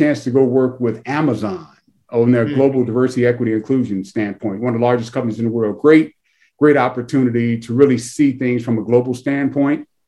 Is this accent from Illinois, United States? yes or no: yes; Chicago, Illinois, United States; moved away as an adult; also born or lived in Kentucky / Baton Rouge / Florida; So I was born and raised in Chicago. You know, I left Chicago like in 1990.